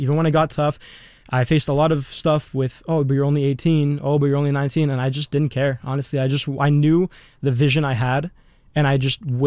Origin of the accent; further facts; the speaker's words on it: Montreal, Quebec, Canada; Yeah, so I was born here in Canada, in Montreal, in LaSalle. Grew up there